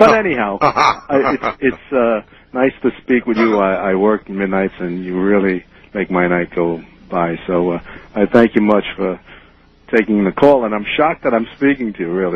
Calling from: New York City, New York, United States; I'm calling from New York City.

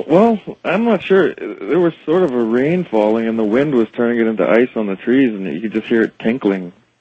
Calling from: British Columbia, Canada; I'm in Canada. I'm in British Columbia, Canada.

